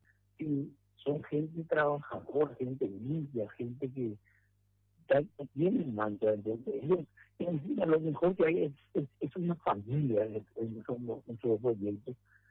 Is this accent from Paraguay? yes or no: yes; Ciudad del Este, Alto Paraná, Paraguay; nosotros somos de Ciudad del Este